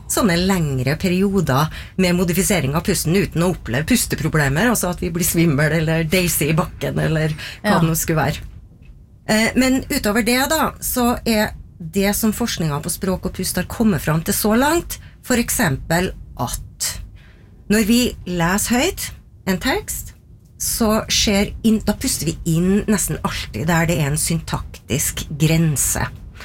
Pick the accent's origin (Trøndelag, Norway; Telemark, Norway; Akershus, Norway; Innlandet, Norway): Trøndelag, Norway; accent: Trøndelag dialect; for eksempel at trønderdialekten styrer pustemønstret vårt på, har noe å gjøre med hvordan jeg er som trønder.